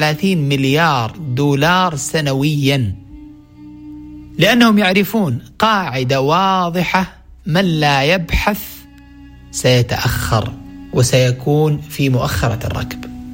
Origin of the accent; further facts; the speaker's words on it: Saudi Arabia; عندنا في السعودية الحمد لله هناك جهة وطنية تعنى بهذا المسار